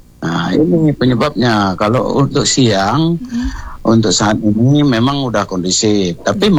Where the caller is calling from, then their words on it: Indonesia; daerah kami, khususnya daerah kami ini Teluk Langkap